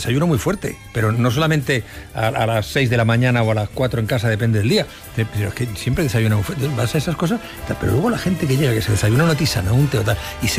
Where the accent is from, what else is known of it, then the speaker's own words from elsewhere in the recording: Asturias, Spain; El orinal yo recuerdo perfectamente cuando era crío en Asturias. Perfectamente.